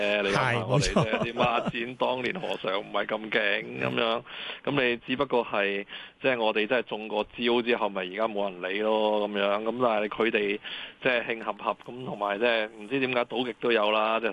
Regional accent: Hong Kong

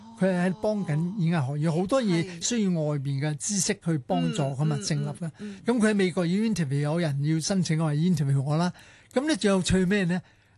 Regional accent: Hong Kong; moved away; also born or lived in United States; 我系香港人。

